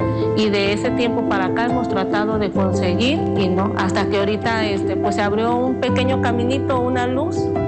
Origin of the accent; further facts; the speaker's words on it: Amozoc, Puebla, Mexico; Entonces nosotros somos de Amozoc y desde allá nos trasladamos para acá